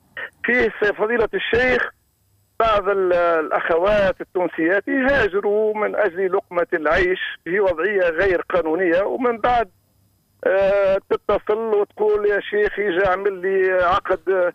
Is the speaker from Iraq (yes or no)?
no; Tunisia; now in France; انا من تونس، انا في عطلتين في ارض تونس الحبيبه